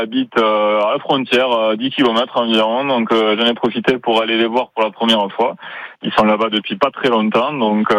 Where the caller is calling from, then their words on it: Cazères, Occitanie, France; J'habite à Caser, mais je suis pas à Caser pour le travail.